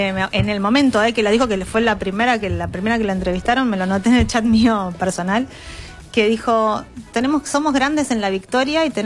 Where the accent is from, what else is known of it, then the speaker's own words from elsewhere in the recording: Argentina; trasciende para nosotros como argentinos